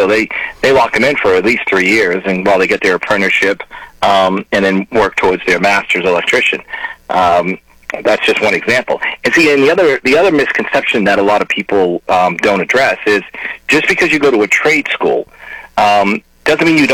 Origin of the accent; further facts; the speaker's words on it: Massachusetts, United States; now in Florida, United States; When I grew up in Massachusetts many years ago, a very good friend of mine, his name was Tim Bassett, and he was a state legislator.